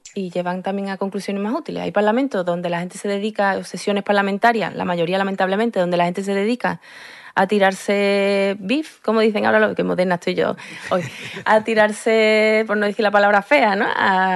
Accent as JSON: {"language": "Spanish", "town": "Rota", "region": "Andalusia", "country": "Spain", "tie": "born or raised there", "said": "en Rota, en mi pueblo"}